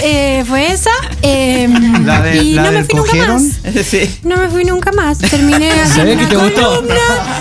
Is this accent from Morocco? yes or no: no; Luján, Buenos Aires Province, Argentina